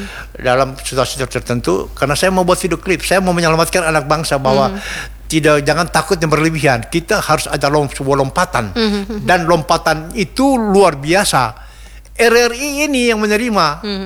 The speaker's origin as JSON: {"language": "Indonesian", "town": "Ternate", "region": "North Maluku", "country": "Indonesia", "said": "Saya dari Ternate sana."}